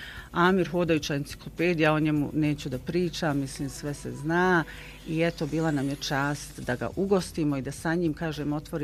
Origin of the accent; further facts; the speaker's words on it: Semizovac, Federation of Bosnia and Herzegovina, Bosnia & Herzegovina; born there; Ja sam rođena u Semizovcu i tako smo nekako vezani.